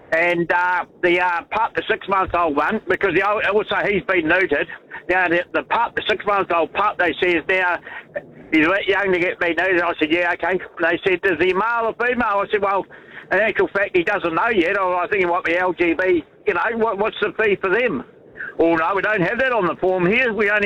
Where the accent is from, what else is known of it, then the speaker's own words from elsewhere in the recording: Canterbury, New Zealand; I was actually born and bred in the One-Eyed Cantabrian. And I was brought up in that Brighton area.